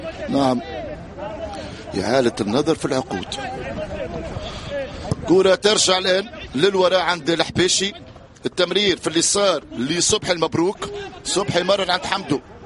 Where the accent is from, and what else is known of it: Libya